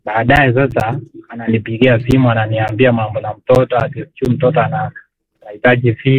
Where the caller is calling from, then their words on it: Narok County, Kenya; Nyumbani ni Narok County.